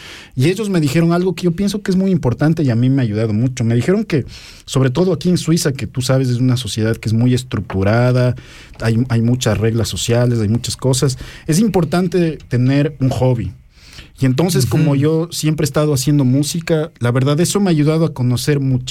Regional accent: Ecuador; por ese lado es importante también para mí como ecuatoriano estar preparado en este tipo de cosas

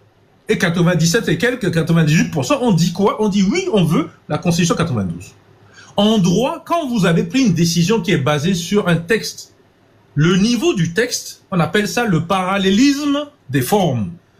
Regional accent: Togo; je suis noir, togolais et je viens du Togo.

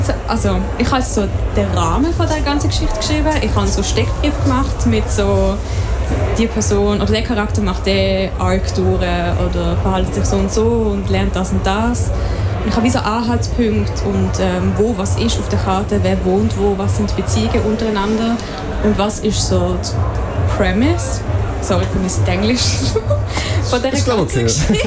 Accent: Basel, Basel-Stadt, Switzerland; accent: Basel German; Ich sage immer, ich bin aus Basel. Mein Dialekt ist schon mega fest baslerisch.

